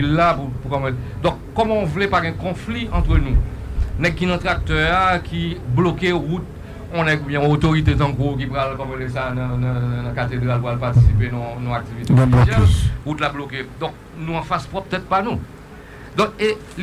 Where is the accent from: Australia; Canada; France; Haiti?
Haiti; en tant que citoyen, en tant que monde, en tant qu'haïtien.